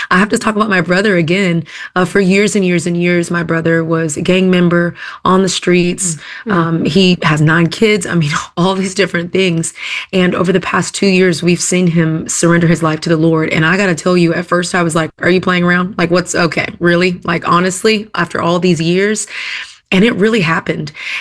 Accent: Texas, United States; now in Atlanta, United States; I'm from Texas originally and I moved to Atlanta, Georgia, maybe 14 years ago.

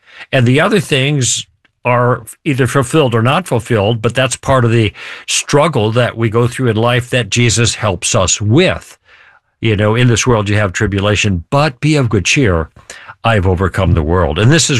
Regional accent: Chicago, Illinois, United States; moved away as an adult; also born or lived in Michigan; now in California, United States; I grew up in Chicago, and then I was in the Army for a while.

